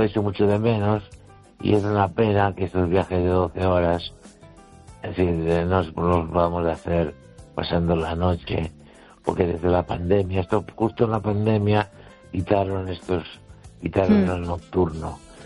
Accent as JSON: {"language": "Spanish", "region": "Galicia", "country": "Spain", "tie": "born or raised there", "said": "Y mi pueblo está a unos 9 kilómetros 8 de los Peares."}